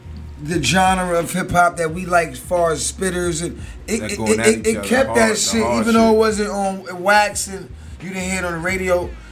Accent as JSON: {"language": "English", "region": "Alabama", "country": "United States"}